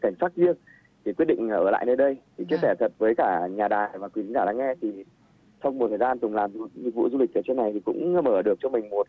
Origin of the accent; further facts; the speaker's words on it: Ha Giang, Vietnam; Em thì em quê gốc em ở Hà Giang.